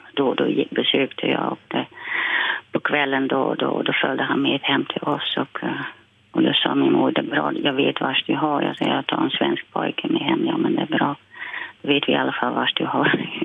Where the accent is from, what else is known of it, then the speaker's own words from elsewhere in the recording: Silvolde, Gelderland, Netherlands; Och jag var från Silvolde så att jag hade en vän, en tremänning med mig.